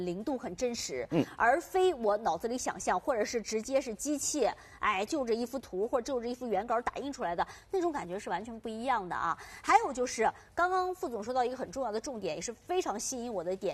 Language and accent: Chinese; Shanghai, China; 我们上海人